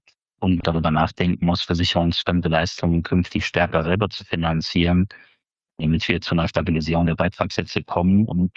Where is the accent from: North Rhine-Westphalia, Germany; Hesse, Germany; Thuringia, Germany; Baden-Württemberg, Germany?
Thuringia, Germany; Jena; born or raised there